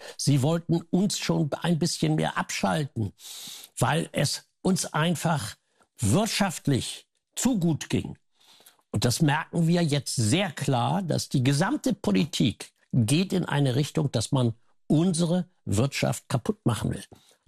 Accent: Germany; wir wollen das als Deutsche nicht.

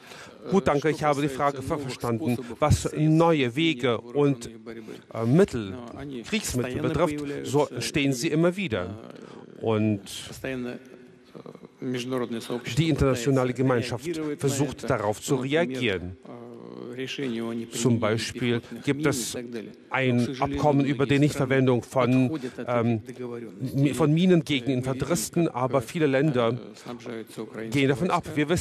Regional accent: Lebanon; moved away as an adult; now in Russia; ich bin aus vom Süden gekommen. Vor zweieinhalb Jahren bin ich aus Libanon gekommen und ich freue mich sehr, dass ich jetzt in Russland leben und arbeiten kann.

